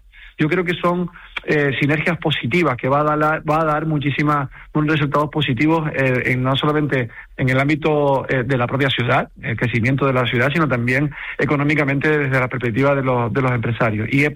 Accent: San Cristóbal de La Laguna, Canary Islands, Spain; me siento orgulloso como lagunero, me siento orgulloso como canario

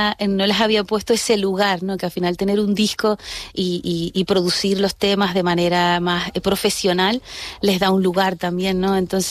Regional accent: Canary Islands, Spain; Sí, al final cada vez más canario, me he ido yendo un poco más a mi tierra, ¿no?

